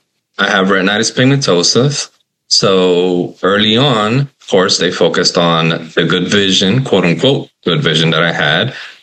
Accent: Miami, Florida, United States; I'm from Miami, Florida.

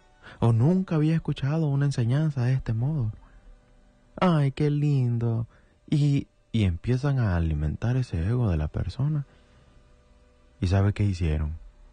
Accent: San Marcos de Colón, Choluteca, Honduras; also born or lived in United States; now in Tegucigalpa, Honduras; Bueno, soy de San Marcos de Colón. No es que era, soy de San Marcos de Colón.

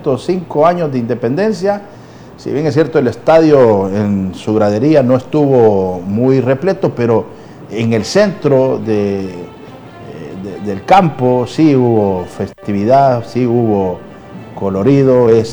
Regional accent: Honduras; tenemos que volver a la esencia de quienes somos como hondureños.

